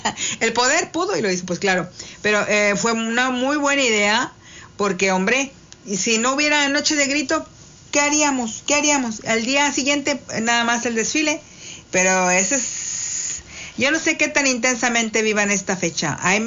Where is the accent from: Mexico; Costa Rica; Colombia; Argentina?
Mexico; cuando voy al trabajo, estoy vestida de mexicana porque soy mexicana. Cuando voy a la playa, voy vestida de mexicana porque soy mexicana